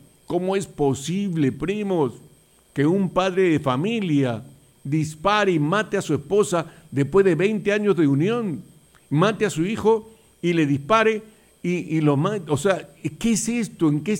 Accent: Peru; Yo soy peruano y soy patriota y me considero patriota

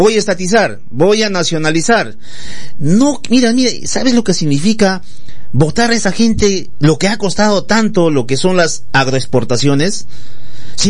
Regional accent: Tacna, Peru

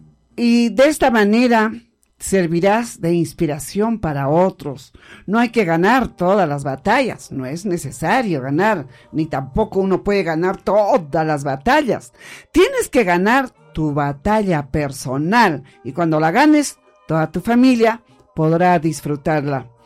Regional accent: Peru; ¿Cómo somos los peruanos?

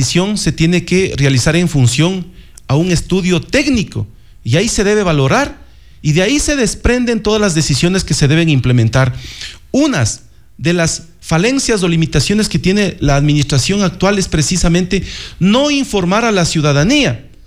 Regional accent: Riobamba, Chimborazo, Ecuador; born there; la parroquia Yaruquíes, en donde yo nací

